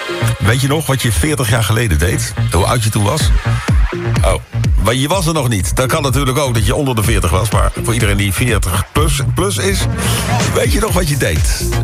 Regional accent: North Brabant, Netherlands; ik kom uit Brabant, dat ik dan niet op zijn Brabant ga uitspreken.

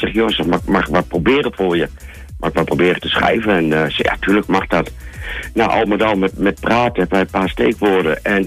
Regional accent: Lochem, Gelderland, Netherlands; ik kom uit een mooie Achterhoek uit Lochem.

